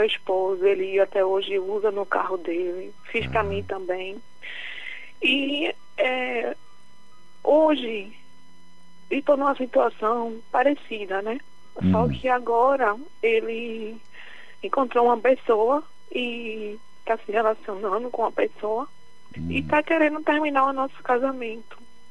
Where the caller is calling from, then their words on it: Recife, Pernambuco, Brazil; De Recife.